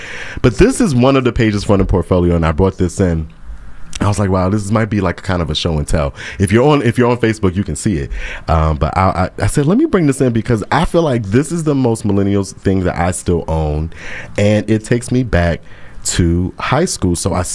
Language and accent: English; Waldorf, Maryland, United States; I grew up in Waldorf, Maryland.